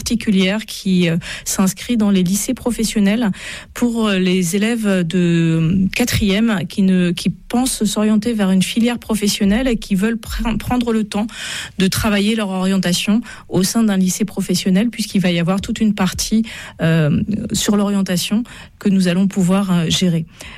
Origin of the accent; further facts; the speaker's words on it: Brest, Brittany, France; now in Paris, France; Donc moi je suis originaire de Brest. Par hasard, mon mari a été muté à Nantes